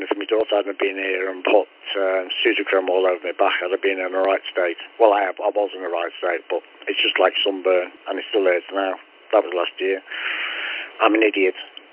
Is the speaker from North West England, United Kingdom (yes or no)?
yes; Liverpool, North West England, United Kingdom; now in Boston, Lincolnshire, United Kingdom; Near Boston, I'm a Scouser, always will be, born and bred in my veins, no different. Even though the missus has turned around and said you've been longer in Lincolnshire than they have at home, I said don't care. It's in my blood.